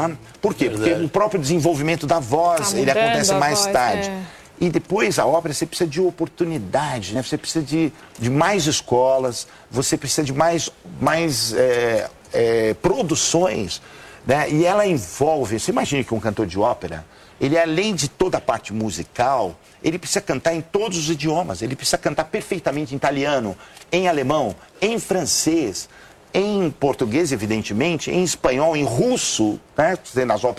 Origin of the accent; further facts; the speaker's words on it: Brazil; now in United States; Porque depois que eu saí do Brasil, eu lembro do meu pai, horas incansáveis, escrevendo os arranjos... para dar orquestra da igreja, para o coro. E a minha primeira orquestra foi também numa igreja lá nos Estados Unidos